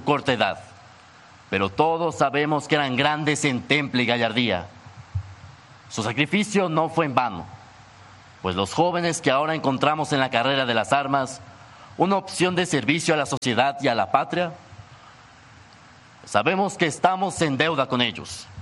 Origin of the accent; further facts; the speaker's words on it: Mexico; como mexicanos y como hijos del heroico Colegio Militar